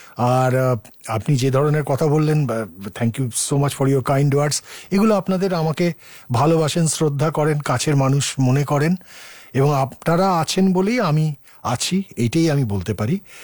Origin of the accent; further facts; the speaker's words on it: Howrah, West Bengal, India; moved away as an adult; also born or lived in Kolkata; now in London, United Kingdom; আমি হাওড়ায়, আমার জন্ম কলকাতার কাছেই, কলকাতা থেকে পুরনো একটি শহরে হাওড়া, হাওড়া ব্রিজ সবাই জানে, সেখান সেটা আমার বাড়ি থেকে খুব একটা দূরে নয়। তো সেখানেই আমি পড়াশোনা করি